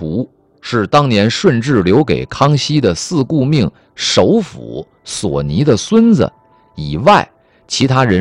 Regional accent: China; 我们中国人

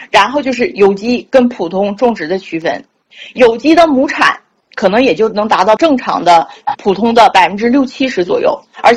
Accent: Northeast China, China; accent: Northeastern Mandarin; 我们东北话，我们当地的话叫哈喇味儿

